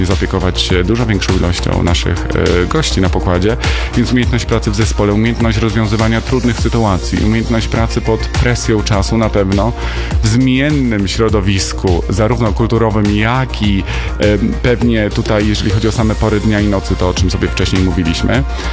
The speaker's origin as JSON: {"language": "Polish", "town": "Nowy Sącz", "region": "Lesser Poland", "country": "Poland", "tie": "born or raised there", "said": "Ja powiedziałem, że faktycznie urodziłem się w Nowym Sączu i to jest moje rodzinne miasto, do którego zawsze z sentymentem wracam."}